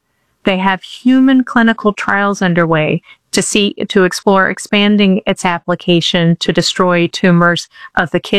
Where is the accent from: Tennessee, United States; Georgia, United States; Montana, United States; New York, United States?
Georgia, United States; No, I'm actually from Georgia.